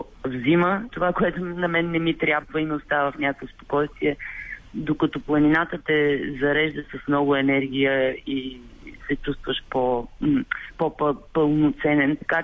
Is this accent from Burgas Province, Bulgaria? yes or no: yes; Burgas, Burgas Province, Bulgaria; born or raised there; moved away